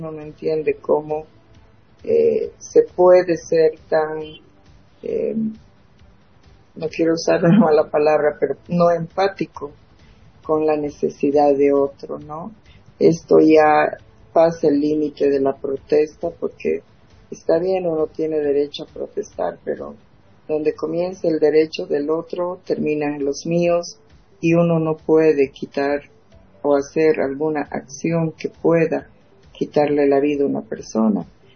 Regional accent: Bolivia; somos todos bolivianos

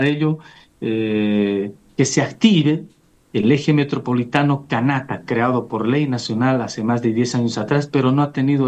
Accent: Cochabamba, Bolivia; el alcalde de Cochabamba, de nuestra ciudad

